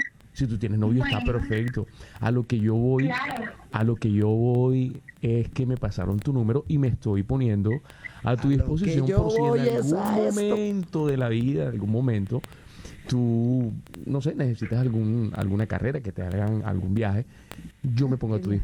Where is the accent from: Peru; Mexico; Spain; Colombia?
Colombia; Barranquilla, Atlántico; Yo soy de aquí de Barranquilla.